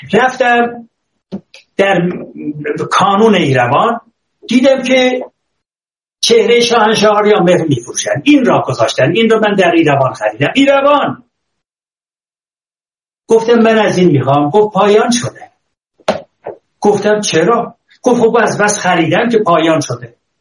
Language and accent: Persian; Iran; گفتم آره ایرانی هستم.